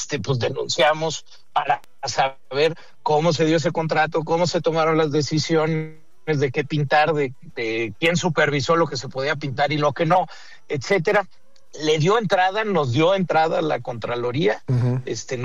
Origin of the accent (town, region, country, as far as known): Mexico City, Mexico